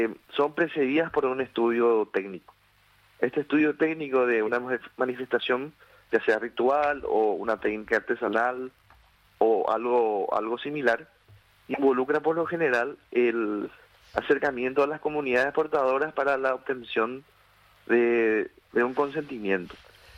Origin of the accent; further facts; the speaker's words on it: Paraguay; nosotros como paraguayos y paraguayas no tenemos a la chipa solamente como un alimento